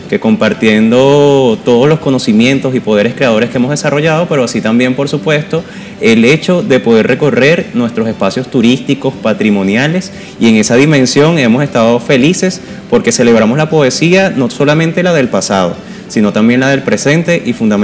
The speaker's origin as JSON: {"language": "Spanish", "country": "Venezuela"}